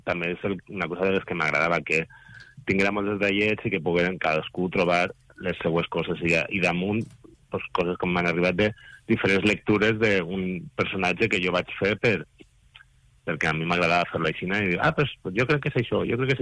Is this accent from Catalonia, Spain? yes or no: no; Guardamar del Segura, Valencian Community, Spain; però que també la pots trobar en el meu poble, en Guardamar, i allà era el màster.